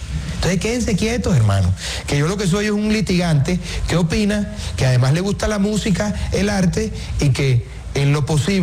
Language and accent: Spanish; Caribbean coast, Colombia; also born or lived in Bogotá; Circunstancial, nací en la clínica del Country hace 40 añitos, pero soy más costeño que el carajo.